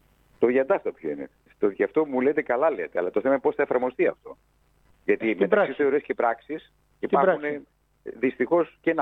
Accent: Samos, North Aegean, Greece; Ως Σαμιώτης

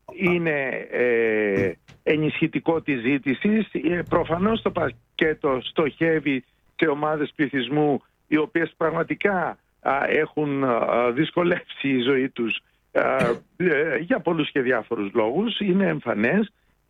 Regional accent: Greece; αρχίζουμε και σκεφτόμαστε ως Έλληνες

